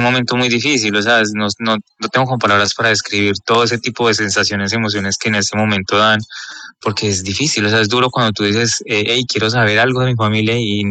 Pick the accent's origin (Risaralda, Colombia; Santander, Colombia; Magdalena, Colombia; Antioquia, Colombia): Risaralda, Colombia; Pereira; yo soy de Pereira y realmente como que viví eso muy de cerca, pero pues tras una pantalla.